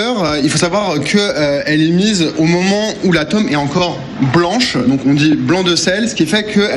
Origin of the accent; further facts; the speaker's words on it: Brie, France; moved away as an adult; now in Issoudun, France; Exactement, je suis originaire de la Brie, et donc où on trouve pas mal de brie, mais c'est une région en laquelle j'ai grandi, je garde de très bons souvenirs, j'y ai vécu jusqu'à 28 ans